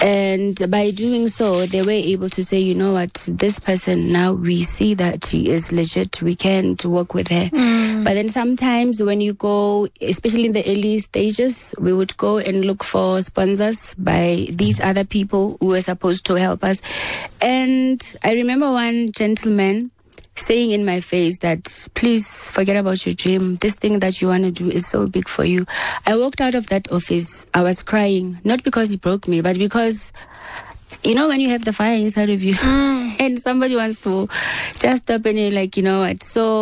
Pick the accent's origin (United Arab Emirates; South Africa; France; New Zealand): South Africa; Bloemfontein, Free State; I'm actually from Bloemfontein, meaning I'm from Free State. Mpumalanga, I was just passing by and I fell in love with the place.